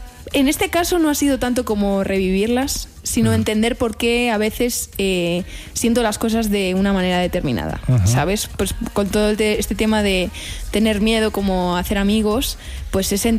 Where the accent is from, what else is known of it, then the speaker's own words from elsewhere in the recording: Madrid, Community of Madrid, Spain; yo soy madrileña de toda la vida.